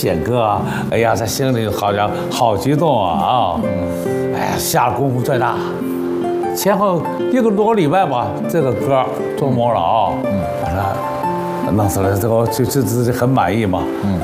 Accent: Shanxi, China; moved away as an adult; now in Beijing, China; 我是个山西人啊，就是当兵的出身啊，在当兵当了十多年兵嘛。66年随部队调到北京来，北京卫戍区啊。79年正式转业的

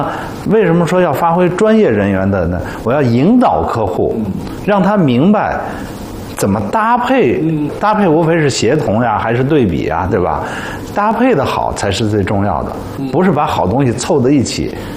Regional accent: China; 我们中国人

